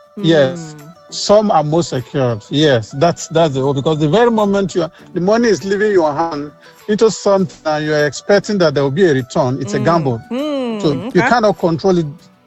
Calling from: Abuja, Federal Capital Territory, Nigeria; I'm calling from Kadapa Extension, Abuja.

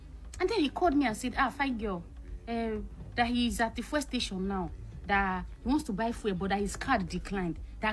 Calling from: Nigeria; me as a Nigerian girl

